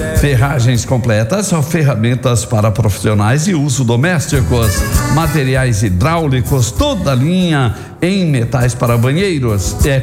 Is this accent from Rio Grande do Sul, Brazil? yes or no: yes; Morrinhos do Sul, Rio Grande do Sul, Brazil; na querida Morrinhos do Sul, minha cidade natal.